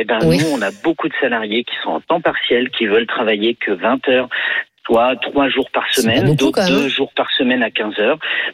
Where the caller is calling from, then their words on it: Reims, Grand Est, France; je suis à Reims sur la voie des Sacres, la grosse artère touristique entre la cathédrale et la basilique